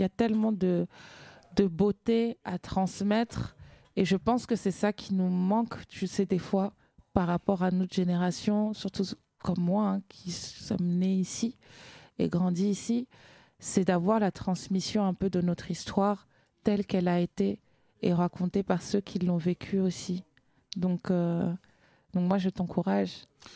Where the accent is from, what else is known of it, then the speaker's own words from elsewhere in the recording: Cameroon; je suis camerounaise déjà.